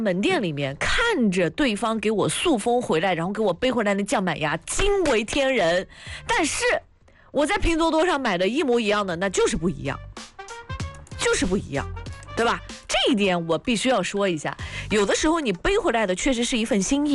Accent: Huainan, Anhui, China; moved away; 我们小时候在淮南都喝那个益益牛奶、益益酸奶。

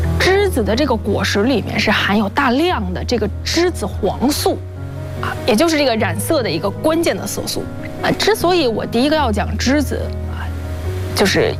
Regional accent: Beijing, China; 我是因为从小在北京长大，

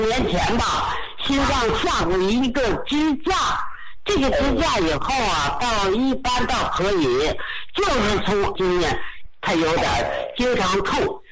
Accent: Beijing, China; 我先说我是北京的

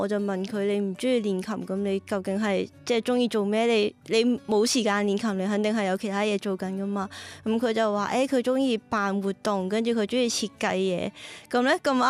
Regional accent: Macau; 咁我始終我係澳門人啦，咁即係我都係呢個大灣區長大，咁我覺得即係都係我最熟悉嘅語言同埋最熟悉嘅一個音樂體系咯。

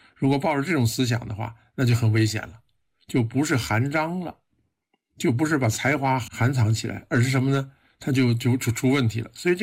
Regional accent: China; 我们中国人

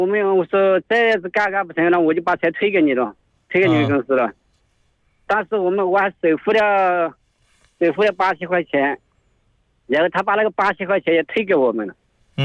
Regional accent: Shaoyang, Hunan, China; moved away; 送到我们老家，送到是湖南邵阳

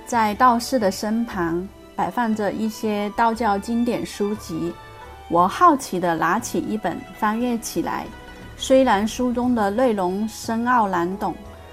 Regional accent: Taiwan; 。在台北时，若是周末无事，我喜欢约上一班朋友去爬山

